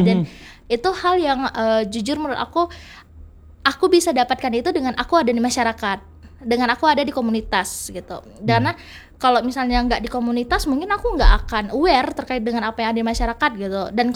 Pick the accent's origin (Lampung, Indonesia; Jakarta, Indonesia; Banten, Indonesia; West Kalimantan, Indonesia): West Kalimantan, Indonesia; born or raised there